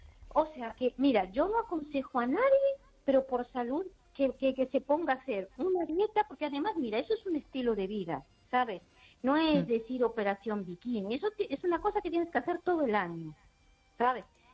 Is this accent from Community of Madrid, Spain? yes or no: no; Ourense, Galicia, Spain; aquí de Orense, ¿sabes?